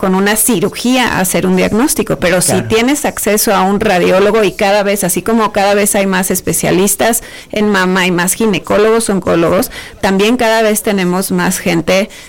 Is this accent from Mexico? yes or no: yes; San Luis Potosí, Mexico; moved away; Por ejemplo, yo crecí en San Luis Potosí, ¿no? Ahí estudié medicina